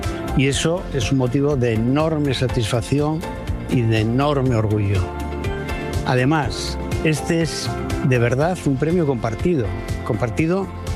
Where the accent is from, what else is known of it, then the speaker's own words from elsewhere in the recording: Asturias, Spain; que sea mi tierra la que me concede este reconocimiento